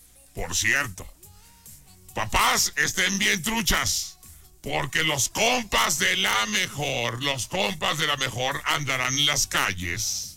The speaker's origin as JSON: {"language": "Spanish", "town": "Guadalajara", "region": "Jalisco", "country": "Mexico", "said": "¡A Guadalajara, mi tierra! ¡Qué bonita es mi tierra"}